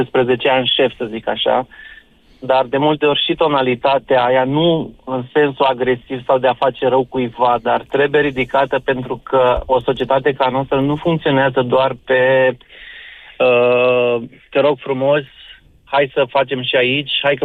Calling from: Romania

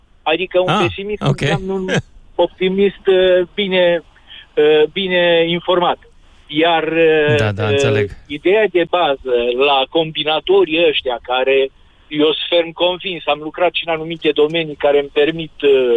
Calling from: Zalău, Sălaj County, Romania; corectificare, sunt din Zalău.

